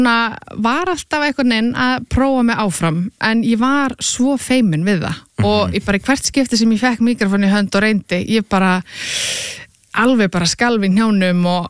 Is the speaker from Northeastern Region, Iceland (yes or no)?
no; Garðabær, Capital Region, Iceland; Herru, ég að mestu leiti uppalinn í Garðabæ og gekk þar í grunnskóla og menntaskóla.